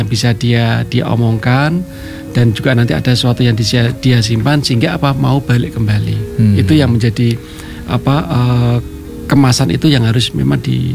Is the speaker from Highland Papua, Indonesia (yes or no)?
no; East Java, Indonesia; now in Yogyakarta, Indonesia; kalau awal mula kan saya dari Jawa Timur misalkan datang ke Jogja, memang tidak cocok dengan gudeg yang semanis itu ya.